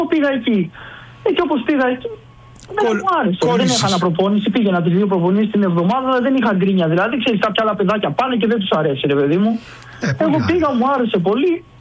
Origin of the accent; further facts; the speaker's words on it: Larissa, Thessaly, Greece; για μας τώρα είμαι Λαρισαίος, μεγάλωσα εκεί.